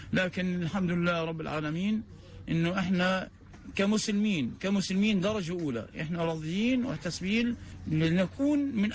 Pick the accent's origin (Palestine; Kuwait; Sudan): Palestine; Gaza, Gaza Strip; أنا واحد من أهل غزة